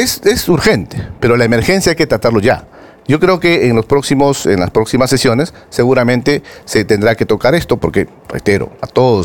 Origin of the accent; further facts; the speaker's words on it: Tumbes, Peru; yo vengo de Tumbes.